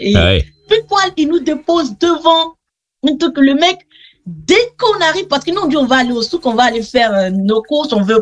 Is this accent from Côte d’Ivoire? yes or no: yes; Côte d’Ivoire; Et Yunuske nous a demandé, vous venez d'où? Après, on dit de la Côte d'Ivoire.